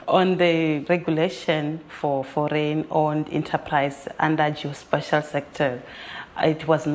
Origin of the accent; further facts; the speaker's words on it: South Africa; I was coming from South Africa. I hold my master's degree in space technology engineering from Beihang University. I want to take this technology to Africa, which is South Africa.